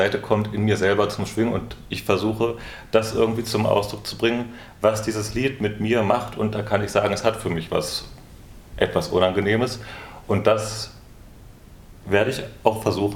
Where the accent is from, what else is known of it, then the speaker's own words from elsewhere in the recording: Berlin, Germany; born there; Ich darf das sowieso als gebürtiger Spandau sagen. Spandauer sagen.